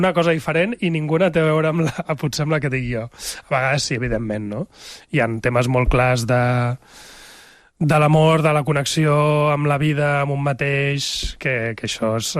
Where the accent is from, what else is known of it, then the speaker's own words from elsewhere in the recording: Barcelona, Catalonia, Spain; now in L'Ametlla, Spain; És que és complicat, perquè soc de Barcelona, del barri d'Horta, estic empadronat a la Garriga, però visc a l'Ametlla.